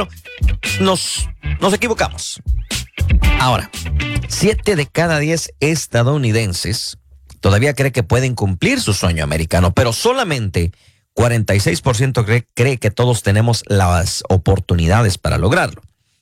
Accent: Mexico; now in United States; somos mexicanos

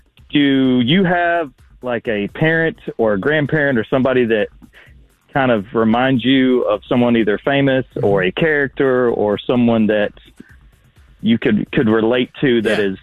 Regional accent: Georgia, United States; growing up in North Georgia in the South, I mean, it was Bulldogs, it was Braves

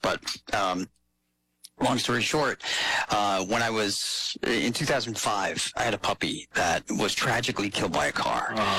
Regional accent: New England, United States; born or raised there

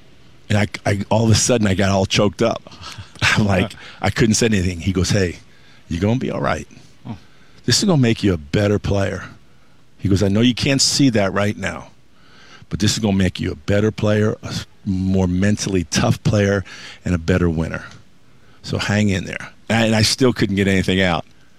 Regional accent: Queens, New York, United States; You know, for me growing up, I grew up in Queens.

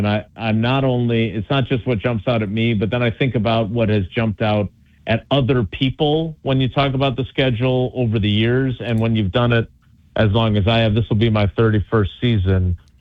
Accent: Milwaukee, Wisconsin, United States; I grew up in Milwaukee on the South Side, and my grandparents in the 1940s bought the Milwaukee tickets when they used to play at State Fair Park.

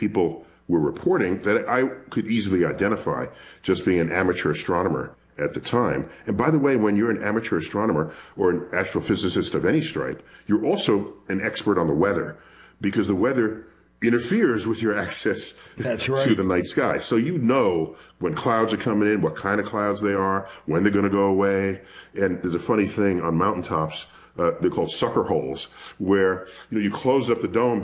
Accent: New York City, New York, United States; Born and raised in New York City, that would be the Hayden Planetarium, where I now serve as director.

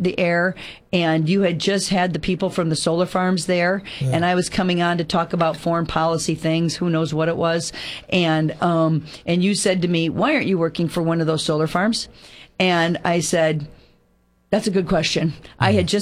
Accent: Morris, Illinois, United States; And I was in Morris, Illinois, my hometown.

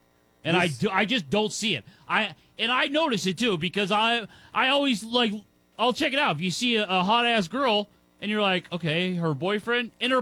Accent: Nebraska, United States; I'm from that area. I'm from Nebraska. Basically, Iowa, same thing.

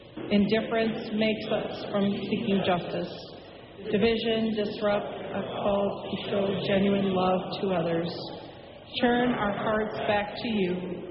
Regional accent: Wisconsin, United States; born there; now in Minnesota, United States; I come heralding from Wisconsin. That is my home state.

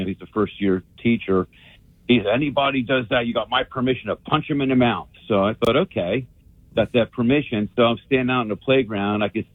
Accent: Ewing, New Jersey, United States; moved away as an adult; now in Richmond, Pennsylvania, United States; because I live on the other side of the creek here, I was raised in Ewing, but I was on, I'm over here in Pennsylvania.

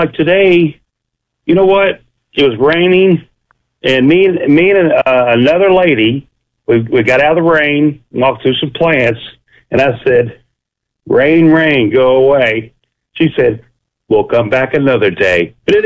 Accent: Louisville, Kentucky, United States; Yes, sir. I'm from Louisville, Kentucky, and you know what?

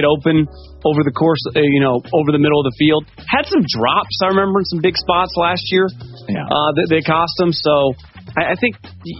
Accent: West Coast, United States; You know, I'm from the West Coast.

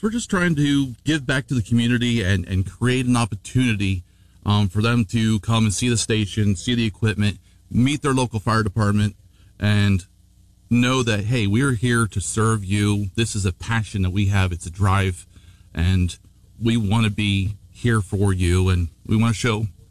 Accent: Mifflinburg, Pennsylvania, United States; Grew up in Mifflinburg.

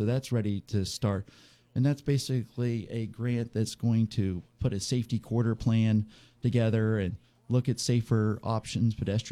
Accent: Elkins, West Virginia, United States; You know, I grew up, I'm originally from Elkins. I grew up as a YMCA gym rat in Elkins.

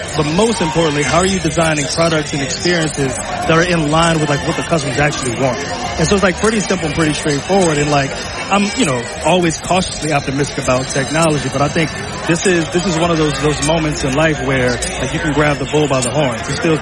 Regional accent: New Orleans, Louisiana, United States; I'm from New Orleans, Justin's from Lafayette, we're in Baton Rouge.

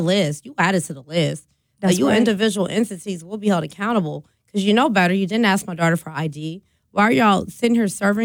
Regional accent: Mississippi, United States; now in Milwaukee, United States; I'm from Mississippi, Warren Central High School. Shouts out. You know, I'm from Mississippi to Milwaukee, okay?

